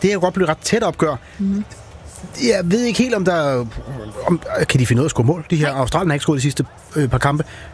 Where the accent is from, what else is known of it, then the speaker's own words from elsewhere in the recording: Capital Region of Denmark, Denmark; Ja, jeg er fra Nordsjælland